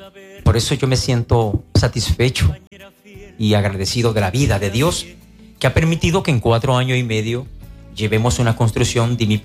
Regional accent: Moca, Espaillat, Dominican Republic; Gracias, Moca. Gracias, mi pueblo mocano.

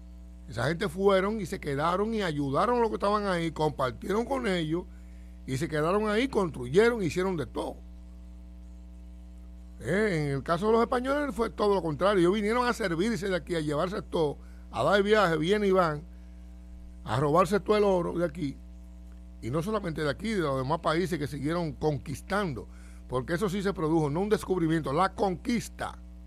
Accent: Nagua, María Trinidad Sánchez, Dominican Republic; en el municipio de donde yo soy, de Nagua

